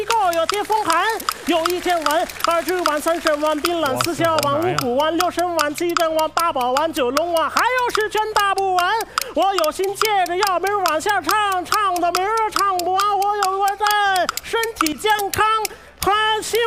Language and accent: Chinese; Madagascar; Chinese is a second language; now in Beijing, China; 大家好，我是来自马达加斯加的 … ，我现在是北京外国语大学的马达加斯加语专业的老师。